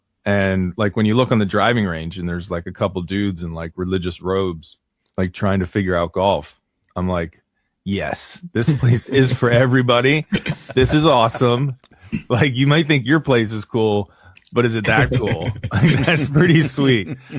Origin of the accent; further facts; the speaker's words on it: Philadelphia, Pennsylvania, United States; I mean, I'm from Philly.